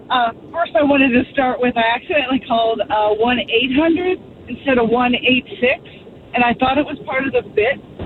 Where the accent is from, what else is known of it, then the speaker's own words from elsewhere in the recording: DMV, United States; born there; Southern Arizona. I'm DMV born, but I live...